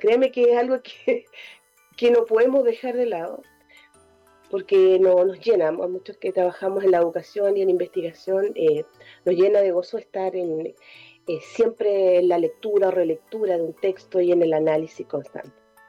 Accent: San Carlos, Ñuble, Chile; also born or lived in Antofagasta; crecí en la ciudad de San Carlos, Ñuble, en una ciudad, dígase, de contexto rural, muy pegado a San Fabián de Alico. Entonces mi vida circundó también entre dos ciudades y aún sigue así. Volví a esta zona de la zona central.

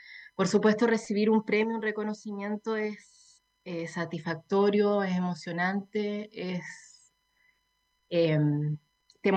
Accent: Magallanes and Chilean Antarctica, Chile; volví a Punta Arenas, yo soy nacida y criada en Magallanes

